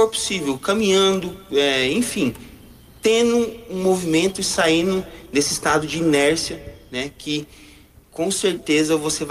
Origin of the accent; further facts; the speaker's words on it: Rondônia, Brazil; moved away as an adult; eu sou do estado de Rondônia e vim para cá terminar